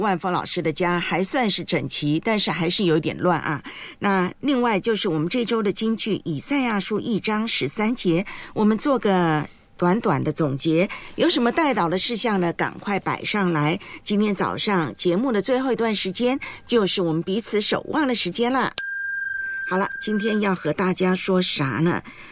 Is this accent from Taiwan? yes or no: yes; Taiwan; moved away; 我的家乡高山乌龙茶